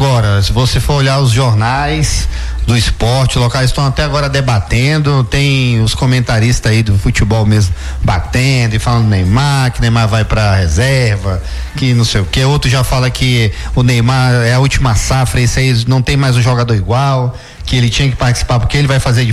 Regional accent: Brazil; eu como brasileiro

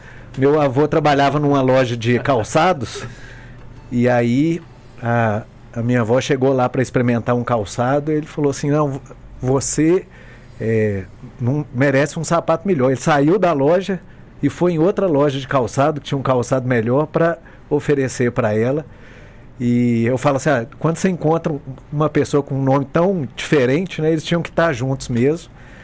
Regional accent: Belo Horizonte, Minas Gerais, Brazil; born there; E eu mesmo nasci em BH. Minha mãe me teve com 45 anos

